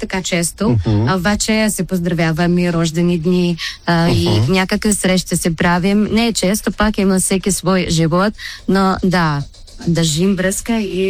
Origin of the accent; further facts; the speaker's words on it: Bessarabia, Ukraine; moved away as an adult; now in Bulgaria; Защото съм бесарабска българка, от Украина, от село Гован.